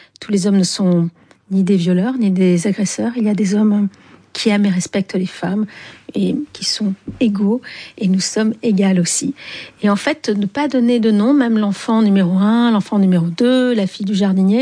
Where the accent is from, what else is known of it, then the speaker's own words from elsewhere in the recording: Algiers, Algiers Province, Algeria; je sais qu'à chaque fois on me raccorde à l'Algérie parce que j'ai grandi à Alger, qui était un pays très viril, masculin.